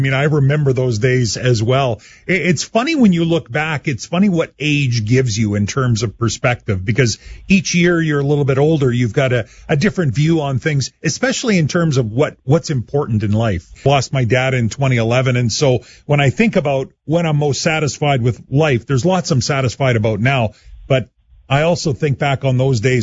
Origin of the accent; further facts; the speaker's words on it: Saskatoon, Saskatchewan, Canada; I did love my early years growing up in Saskatoon in small town Sask.